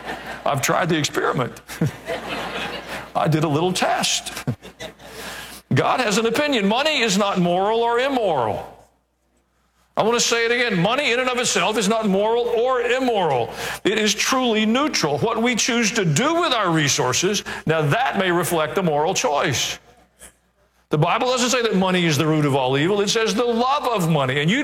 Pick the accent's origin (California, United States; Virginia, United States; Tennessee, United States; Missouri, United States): Missouri, United States; Kansas City; born there; I was born in Kansas City, Missouri. I could have been born along the Amazon River.